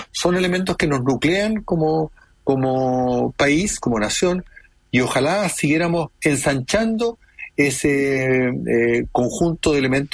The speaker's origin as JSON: {"language": "Spanish", "country": "Chile"}